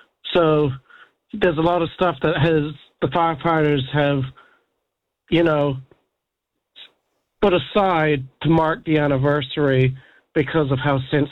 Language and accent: English; New Zealand; also born or lived in United States; But for me, as a New Zealander who was a child living in America at the time, it was a surreal, and it's something that's kind of etched in my memory.